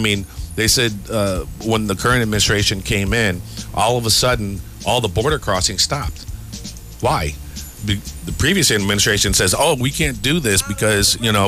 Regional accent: Chicago, Illinois, United States; moved away as an adult; I grew up in Chicago. I was there for 30 years.

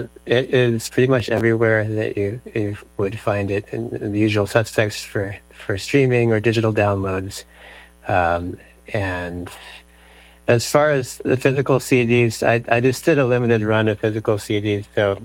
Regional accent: Atlanta, Georgia, United States; moved away; I'm from Atlanta originally, in Georgia

